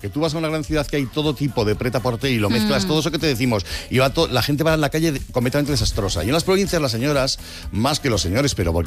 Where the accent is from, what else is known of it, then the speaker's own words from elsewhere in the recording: Madrid, Community of Madrid, Spain; Yo soy madrileño, pero soy de madre aragonesa.